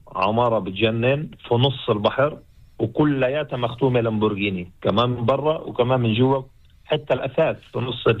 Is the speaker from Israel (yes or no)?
yes; Israel; عندنا في إسرائيل